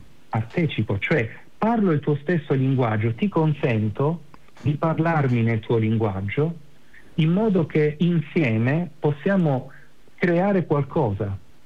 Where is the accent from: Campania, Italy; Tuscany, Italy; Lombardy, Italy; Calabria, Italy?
Calabria, Italy; nella mia terra in Calabria a Scilla